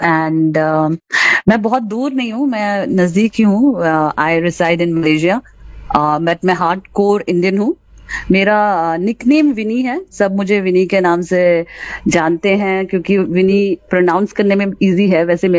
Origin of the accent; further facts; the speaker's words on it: Dehradun, Uttarakhand, India; now in Malaysia; मैं रहने वाली हूँ देहरादून की और हमारे थोड़े से रूट्स नॉर्थ ईस्ट से भी हैं, शिलोंग। तो मैं ज्यादा क्या कहते हैं, मतलब इंडिया में साल में एक दो बार ट्रैवल करती हूँ, पेरेंट्स से मिलती हूँ, बट अभी मैं मलेशिया में रहती हूँ।